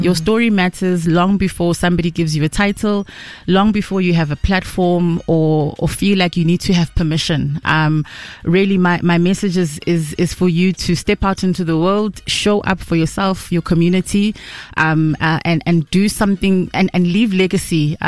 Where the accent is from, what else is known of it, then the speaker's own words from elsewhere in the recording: Pietermaritzburg, KwaZulu-Natal, South Africa; I'm from Pietermaritzburg myself.